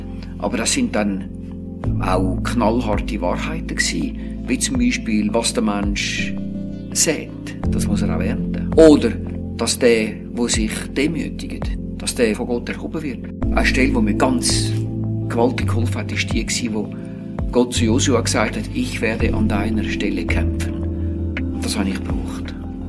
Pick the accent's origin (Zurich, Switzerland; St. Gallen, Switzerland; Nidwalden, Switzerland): Zurich, Switzerland; Stäfa; born there; Ich bin 1947 in Stäven am Zürichsee geboren, in einer Familie mit 5 Kindern.